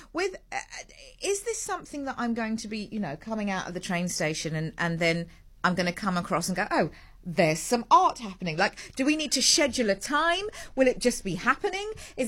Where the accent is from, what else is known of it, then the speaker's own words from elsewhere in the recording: London, United Kingdom; moved away; I grew up in the UK, I grew up in London. I'm well travelled.